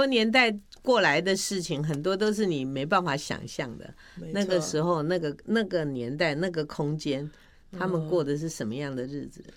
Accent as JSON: {"language": "Chinese", "region": "Miaoli County", "country": "Taiwan", "said": "然后我是苗栗的"}